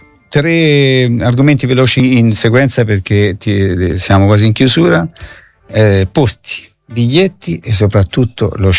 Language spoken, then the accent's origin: Italian; Rigutino, Tuscany, Italy; Ma io vengo da Rigutino, non vengo da Arezzo, capito? Io sono un rapo di Chiana, come ci chiamavate una volta.